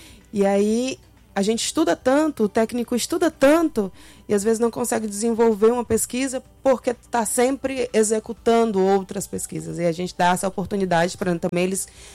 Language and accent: Portuguese; Ceará, Brazil; E eu sou cearense, Clebson é cearense, nascidos e criados.